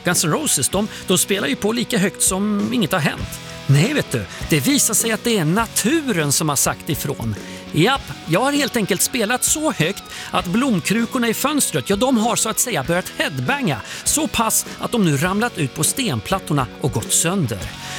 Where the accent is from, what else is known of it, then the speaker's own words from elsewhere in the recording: Sweden; en vårkänsla från min uppväxt där i Övertorp. Mm. Året, det är 1989. Jag är 14 år